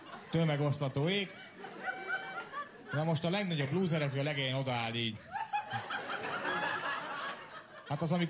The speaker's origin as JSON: {"language": "Hungarian", "town": "Szentes", "region": "Csongrád-Csanád", "country": "Hungary", "tie": "born there", "moved": "yes", "said": "Szentesiek vagyunk, mert nem vagyunk budapestiek. El szoktam mondani ez, amire Budapesten azt mondják, hogy vidéki, ott meg az, hogy nem vagyok budapesti"}